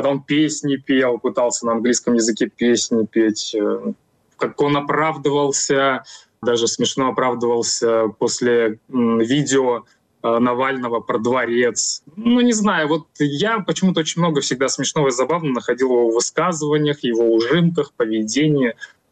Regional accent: Russia; moved away; Не надо обобщать россиян, потому что я сам россиянин, я до 25-го года жил в России

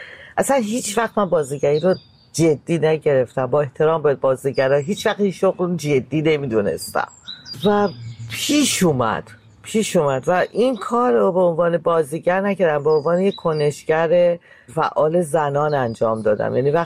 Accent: Iran; now in Germany; من 19 سال پیش از ایران اومدم بیرون.

